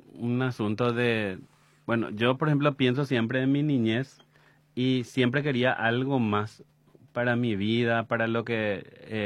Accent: Asunción, Paraguay; la estigmatización de la gente del bañado, vos te ibas de donde sos del bañado y ya te miraban con cara

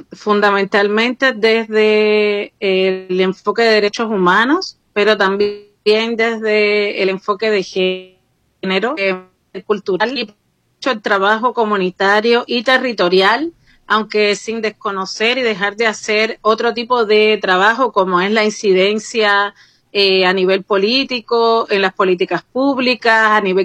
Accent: Chile; also born or lived in Cuba; mi mamá chilena vivió el exilio en la dictadura de Pinochet, mi padre es cubano y por ese motivo yo nací en Cuba y cuando llegó la oportunidad de retorno a Chile con el regreso a la democracia, yo vine con ella para acá y aquí me quedé

